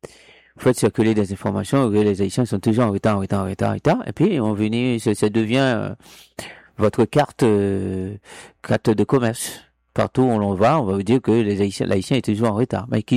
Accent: Haiti; Parce que moi, je suis haïtien, je commets une erreur, et puis après, on va dire que tous les haïtiens sont comme moi.

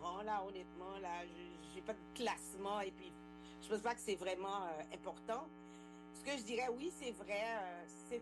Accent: Quebec, Canada; Parce que quand je suis arrivée comme ministre en tant que Québécoise

